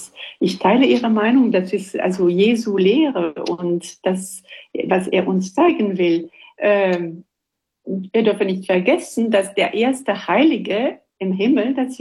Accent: Belgium; Ich bin Belgierin.

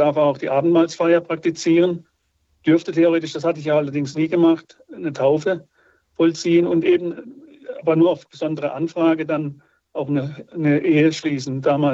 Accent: Baden-Württemberg, Germany; ich stamme ja aus der Nähe von Freiburg

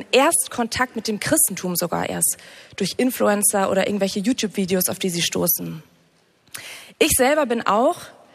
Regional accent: North Rhine-Westphalia, Germany; Eigentlich komme ich aber aus NRW.

